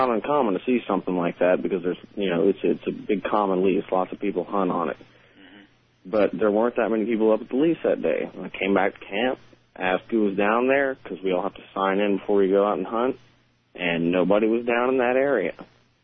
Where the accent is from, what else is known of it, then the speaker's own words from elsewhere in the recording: Sour Lake, Texas, United States; now in Conroe, United States; I actually grew up in the Sour Lake area. And I spent most of my young life hunting out on a piece of property that butts up against the Big Thicket.